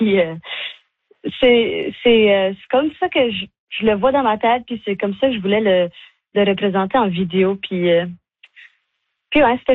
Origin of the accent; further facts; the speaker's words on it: New Brunswick, Canada; en tant qu'Acadien, on se sent plus Acadien qu'un Nouveau-Brunswickois